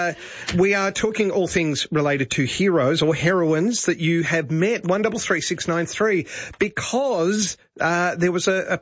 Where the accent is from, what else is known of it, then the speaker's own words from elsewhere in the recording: Australia; I remember maybe this was the sign on the way to interview Paul Hogan, because I grew up in Australia in the 70s.